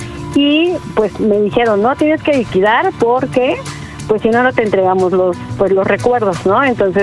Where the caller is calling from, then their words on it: Mexico City, Mexico; De la Ciudad de México.